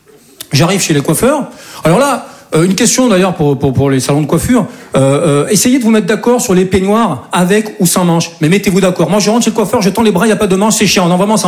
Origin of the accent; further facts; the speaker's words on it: Southern France, France; now in Paris, France; Je dis ça parce que moi je viens du sud de la France. Et chez nous, c'est un peu plus tranquille, quoi. Et non, et voilà, je suis monté sur Paris, voilà, pour devenir comédien.